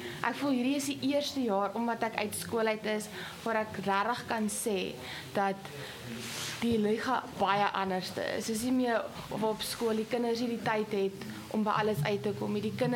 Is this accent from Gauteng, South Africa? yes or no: no; Despatch, Eastern Cape, South Africa; ek kom van Dispatch of ook.